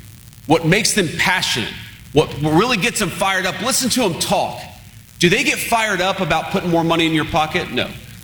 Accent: Middletown, Ohio, United States; And I remember, as I was growing up in Middletown, Ohio, I'd read the newspaper

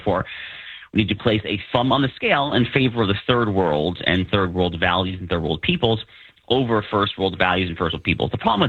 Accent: New York, United States; I grew up in the New York suburbs.

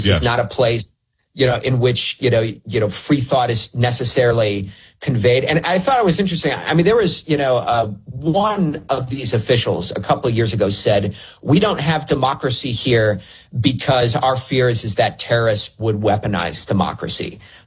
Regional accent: Cleveland, Ohio, United States; born or raised there; now in Qatar

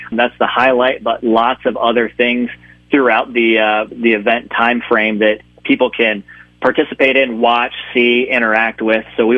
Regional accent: Ashland, United States; Yeah, I am from Ashland

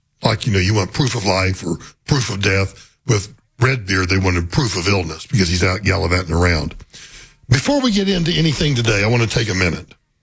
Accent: Oklahoma, United States; now in Denver, United States; Trying to get to my hometown, it's easier just to drive than it is to fly to, I mean, to go to DIA and fly to Liberal, Kansas, and then rent a car and drive down the 40 miles into the Oklahoma Panhandle.

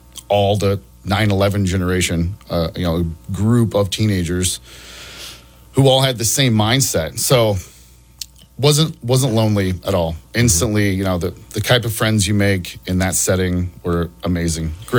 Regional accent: Bartley, Nebraska, United States; Bartley, Nebraska.

